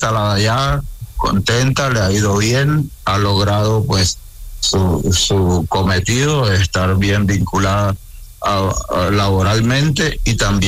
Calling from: Santa Marta, Magdalena, Colombia; Hablo de Santa Marta en el Caribe colombiano.

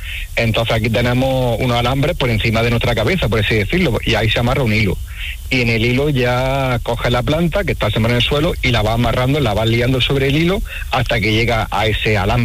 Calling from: Níjar, Andalusia, Spain; yo soy agricultor, estoy en la zona de Níjar, Almería

